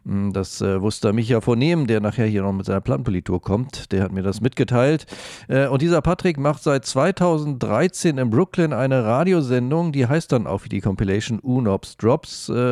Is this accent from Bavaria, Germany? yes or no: no; Hanover, Lower Saxony, Germany; Aber wir bleiben noch kurz bei diesem umtriebigen Agogo Records Label aus meiner Heimat Hannover.